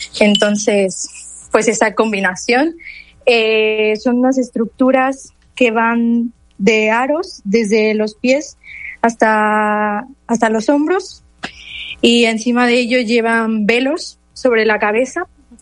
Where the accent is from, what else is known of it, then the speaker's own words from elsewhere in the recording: Veracruz, Mexico; now in Madrid, Spain; soy de Veracruz, actualmente vivo en Madrid, estoy estudiando la carrera de diseño de moda